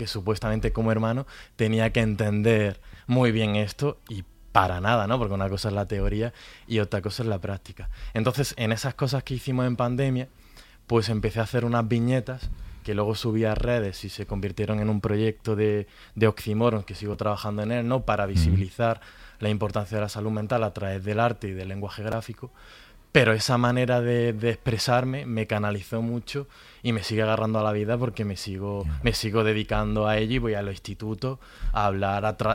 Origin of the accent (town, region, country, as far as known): Granada, Andalusia, Spain